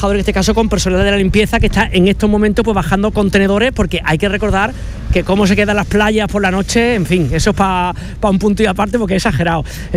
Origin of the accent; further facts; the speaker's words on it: Málaga, Andalusia, Spain; los que somos de aquí de Málaga, recordamos desde niño